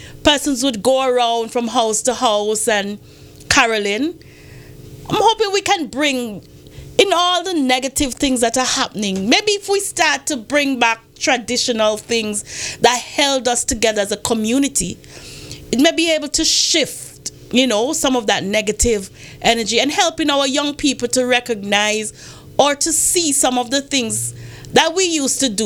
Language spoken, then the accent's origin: English; Montserrat; That was the fun growing up in Montserrat for Christmas.